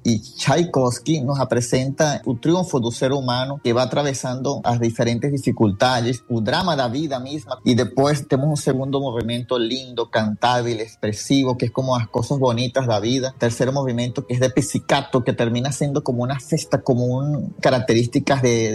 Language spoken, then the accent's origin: Portuguese; Venezuela; Portuguese is a second language; moved away as an adult; now in Brazil; Eu sou venezuelano, que estou morando aqui no Brasil desde 2018.